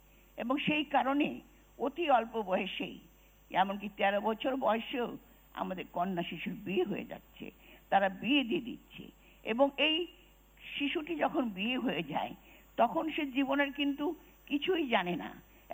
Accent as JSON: {"language": "Bangla", "country": "Bangladesh"}